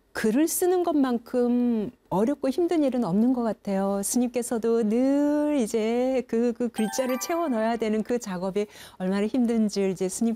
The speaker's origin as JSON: {"language": "Korean", "region": "Gangwon", "country": "South Korea", "tie": "born or raised there", "said": "그 당시에 종교는 제가 강원도, 고향이 강원도인데"}